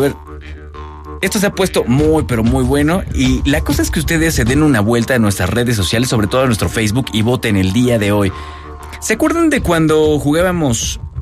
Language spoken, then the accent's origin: Spanish; Toluca, State of Mexico, Mexico; born there; La ciudad en donde nací, yo nací prácticamente al lado del Cosmovitral.